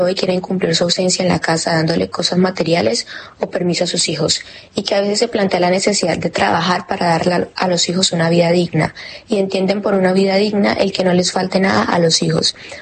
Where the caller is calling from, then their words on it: Colombia; de Colombia